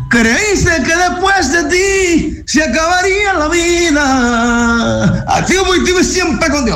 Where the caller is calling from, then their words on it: Santo Domingo, Dominican Republic; Los Ominas, Santo Domingo, capital dominicana.